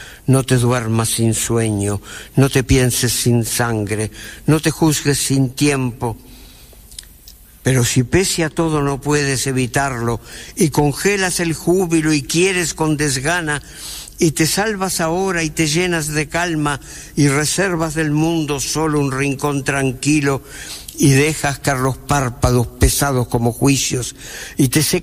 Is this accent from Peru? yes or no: no; Montevideo, Uruguay; Yo soy un montevideano de clase media